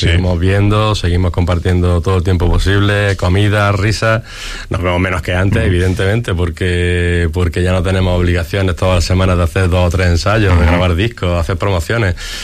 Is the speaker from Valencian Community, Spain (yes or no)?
no; Granada, Andalusia, Spain; porque seamos granadinos o porque hay que ver cómo somos los granadinos